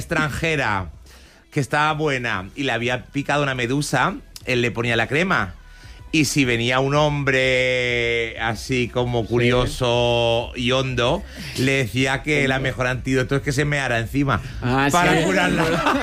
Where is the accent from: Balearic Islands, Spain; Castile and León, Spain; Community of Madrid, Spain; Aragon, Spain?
Balearic Islands, Spain; Menorca; A ver, yo soy de Menorca.